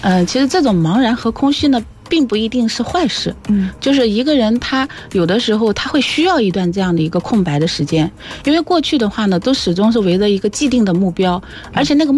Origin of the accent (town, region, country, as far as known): China